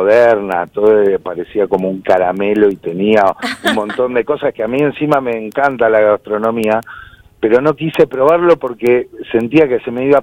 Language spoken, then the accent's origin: Spanish; Río Gallegos, Santa Cruz, Argentina; moved away; Yo estoy muy conectado con Gallegos. Mis amigos entrañables son los de mi infancia, los del secundario, los del Salesiano. También los del Hispano